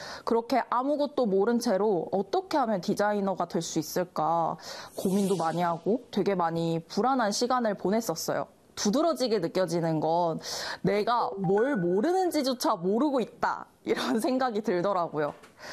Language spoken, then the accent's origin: Korean; Wando, South Jeolla, South Korea; now in Seoul, South Korea; 저는 순도 100% 완도 토박이에요. 여러분 혹시 완도가 어디 있는지 알고 계세요?